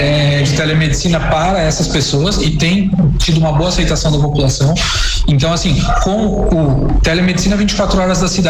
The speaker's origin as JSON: {"language": "Portuguese", "town": "Armazém", "region": "Santa Catarina", "country": "Brazil", "tie": "born or raised there", "also_born_or_lived": "Tubarão / Florianópolis", "said": "Então, eu sou de Armazém, né?"}